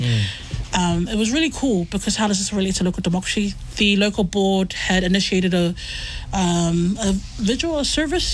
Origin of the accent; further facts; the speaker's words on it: South Auckland, Auckland, New Zealand; Like, I love South Auckland. I'm from South Auckland myself, Otero.